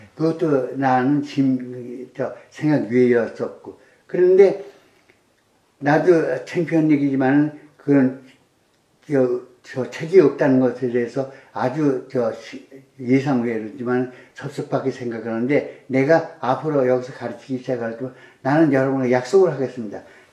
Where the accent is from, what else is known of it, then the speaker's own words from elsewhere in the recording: Seoul, South Korea; born there; 근데 내가 하는 난 서울 태생인데